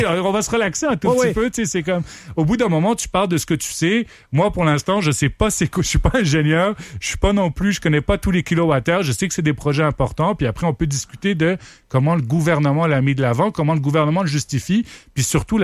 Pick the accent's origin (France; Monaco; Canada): Canada; Montreal, Quebec; moved away as an adult; now in Estrie, Canada; Oui, j'habite en Estrie. Je suis un gars de Montréal qui a étudié un peu à l'étranger, mais qui habite depuis au moins 4-5 ans maintenant en Estrie.